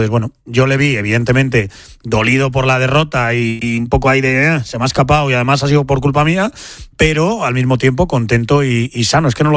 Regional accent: Spain; Habrá que echar una siesta larga, como buen español.

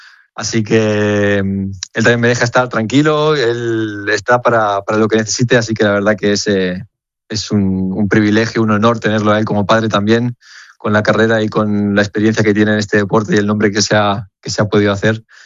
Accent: Barcelona, Catalonia, Spain; born there; no le cuadra un poco el acento, pero bueno, yo también nací aquí en Barcelona y... Sí. Pero bueno, mi familia es toda argentina, las raíces argentinas las conservamos desde siempre

